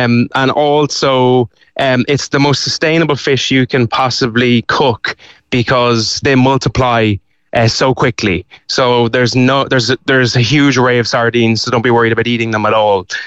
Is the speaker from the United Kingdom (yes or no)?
no; Cavan, Ulster, Ireland; now in Dundrum, Ireland; we say we live in Dundrum. I'd probably have to go out to Howth or out to Monkstown to pick them up where we live. I'm originally from Cavan.